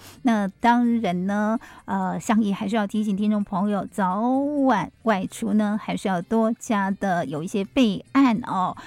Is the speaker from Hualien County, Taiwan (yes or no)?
yes; Hualien County, Taiwan; 对我们花莲人啊、我们花莲的文旦，